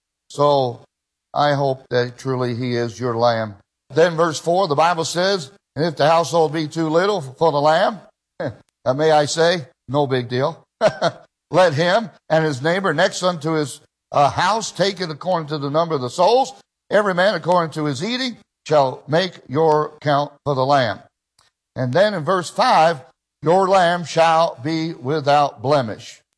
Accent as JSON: {"language": "English", "country": "Israel", "tie": "born or raised there", "said": "Now, when I was in Israel, I grew up in Israel, all my young life"}